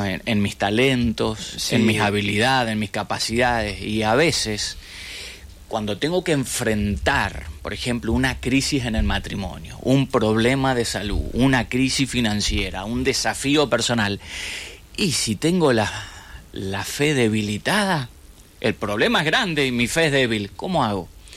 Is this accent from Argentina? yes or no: yes; Chaco, Argentina; born or raised there